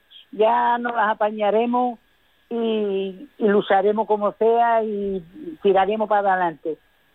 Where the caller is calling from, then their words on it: Medina Sidonia, Andalusia, Spain; nosotros venimos de Medina Sidonia.